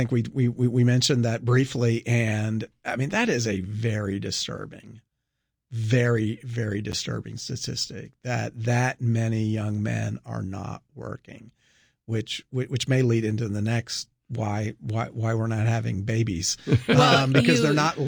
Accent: Scotland, United Kingdom; I'm not going to defend the French. I'm Scottish.

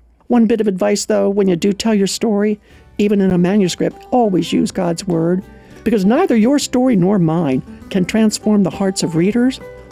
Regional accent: Baltimore, Maryland, United States; my hometown of Baltimore.

